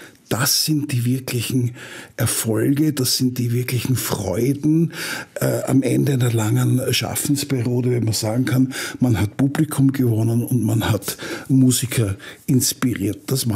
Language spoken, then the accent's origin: German; Styria, Austria; Und ich weiß nur, dass die Hütten war droschenvoll, sagt man bei uns in der Steiermark.